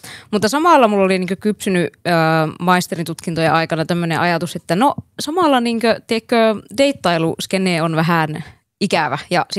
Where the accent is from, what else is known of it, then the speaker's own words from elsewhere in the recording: Oulu, North Ostrobothnia, Finland; moved away as an adult; mähän oon ihan oululainen, oululaisten tyttöjä. Ja ollut pitkään poissa Oulusta opintojen takia, mutta nyt tuli niinku takaisin tänne